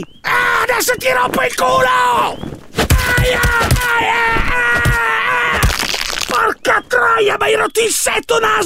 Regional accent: Varese, Lombardy, Italy; Che io sono di Varese, non conosco i riti tribali.

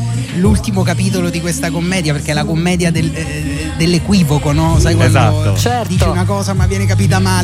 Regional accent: Umbria, Italy; io sono umbro

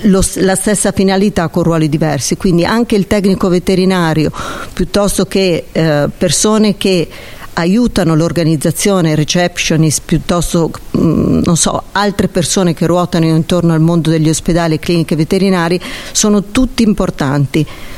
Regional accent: Cremona, Lombardy, Italy

